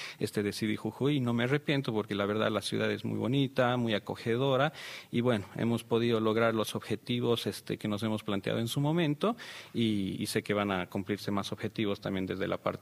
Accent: Mexico; born there; also born or lived in Bolivia; yo soy nacido en México, mamá mexicana, papá boliviano, mi vida entre México y Bolivia.

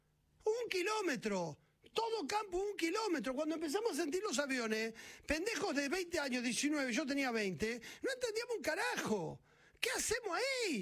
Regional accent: Ituzaingó, Buenos Aires Province, Argentina; a las 4 de la mañana me tomo el tren en Padua, yo soy de Ituzaingó, pasaba la conexión de Padua a Moreno

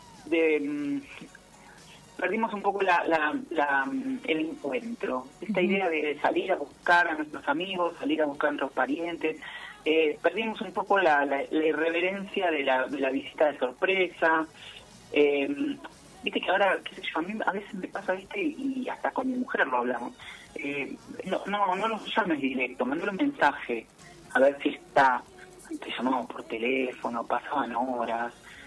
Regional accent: Buenos Aires, Argentina; yo soy de Buenos Aires

